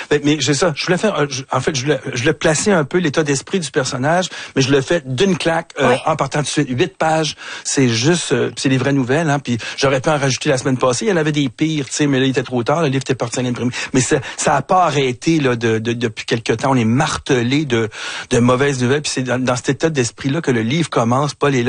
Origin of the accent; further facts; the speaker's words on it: Montreal, Quebec, Canada; Je suis un vrai Montréalais né ici. J'ai jamais traversé les ponts, mais je suis presque, tu sais. Je suis toujours sur l'île.